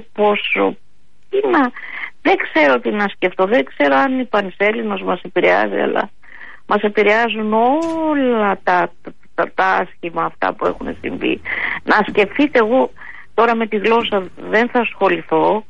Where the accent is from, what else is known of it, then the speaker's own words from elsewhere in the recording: Greece; born there; now in Ilioupoli, Greece; μιλάω ελληνικότατα. Γιατί ζω στην Ελλάδα, γεννήθηκα στην Ελλάδα, έμαθα πάρα πολύ καλά τα ελληνικά.